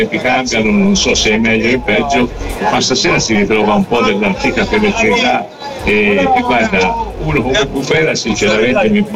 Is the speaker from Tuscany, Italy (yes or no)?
yes; Florence, Tuscany, Italy; ho sempre orgogliosamente parlato di Firenze. Come ti ricordavi, non ho mai detto italiano in giro per il mondo, sottolineavo Firenze